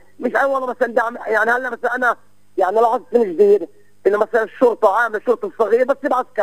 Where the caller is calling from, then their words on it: Nablus, West Bank, Palestine; وصباح الخير لمدينتي مدينة نابلس اللي انا بعتز بوجودي وانتمائي لمدينة نابلس